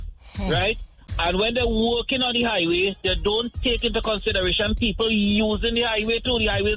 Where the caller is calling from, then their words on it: Princes Town, Trinidad & Tobago; from Princess Tongue